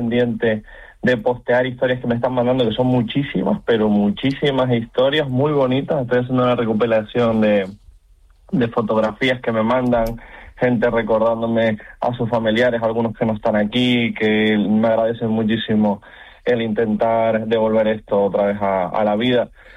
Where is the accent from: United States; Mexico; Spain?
Spain; Canary Islands